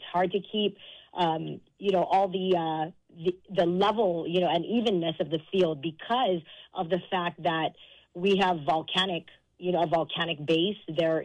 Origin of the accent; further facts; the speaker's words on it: Hawaii, United States; born there; as a Kamehameha girl myself, and a proud 13-year lifer